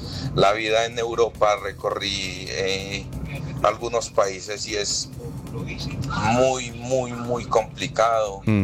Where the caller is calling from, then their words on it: Colombia; ya estoy en mi tierra